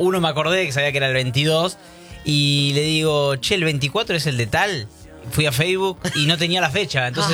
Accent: Sunchales, Santa Fe, Argentina; moved away; allá en mi ciudad, en el pueblo, en Sunchales.

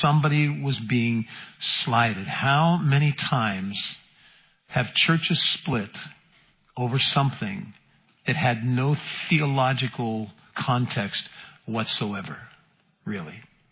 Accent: United States; I'm an American.

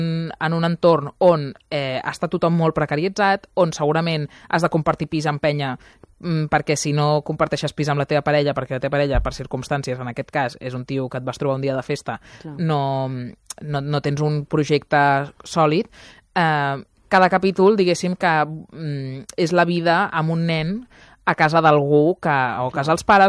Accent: Barcelona, Catalonia, Spain; jo sóc molt barcelonina

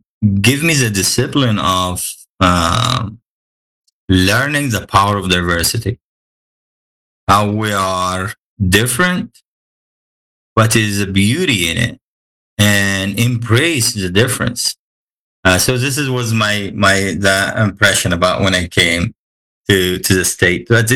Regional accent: Egypt; English is a second language; now in Kansas City, United States; Like I grew up in Egypt, and we have Egyptian Muslims and Egyptian Christians, and this is the only people you get. And when I came here, I can see Americans

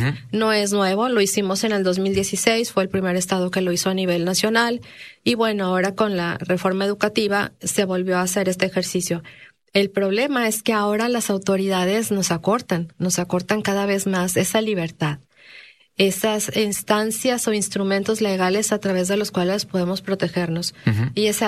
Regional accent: Mexico; como mexicanos nos debemos de sentir orgullosos.

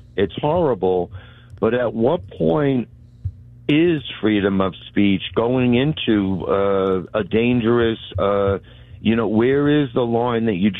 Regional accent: Long Island, New York, United States; I did want to answer the first caller from Jericho. I'm from Long Island.

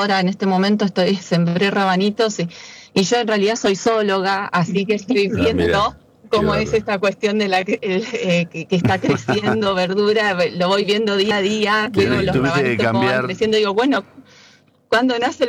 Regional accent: La Plata, Buenos Aires Province, Argentina; moved away as an adult; now in Antarctica; Nací, me crié, estudié, me lo llevé a mi marido allá, cristiano, así que. Bien platense.

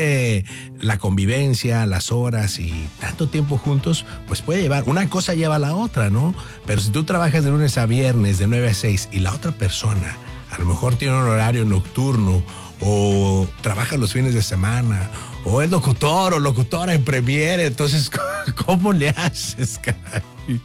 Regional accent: Monterrey, Nuevo León, Mexico

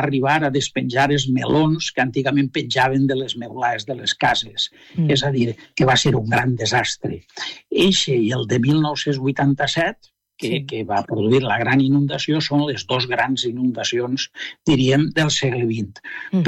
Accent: Beniopa, Valencian Community, Spain; Jo sóc de Beniopo, uh-huh, i en Beniopo li diguem a aquesta època, als barrancs que venen, li diguem el Sant Borjo

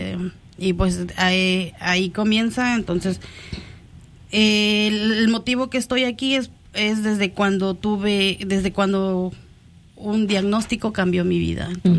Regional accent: Fortín de las Flores, Veracruz, Mexico; moved away; Bueno, vengo... Pues soy de un pueblo que está ubicado en Veracruz, México.

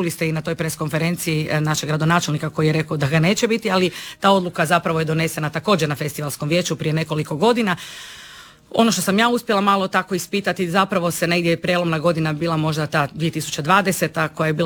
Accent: Pula, Istria County, Croatia; Ja sam odrasla u Puli uz pulski vatromet

